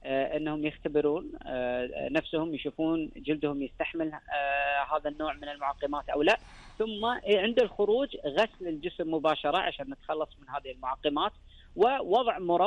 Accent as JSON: {"language": "Arabic", "country": "Kuwait"}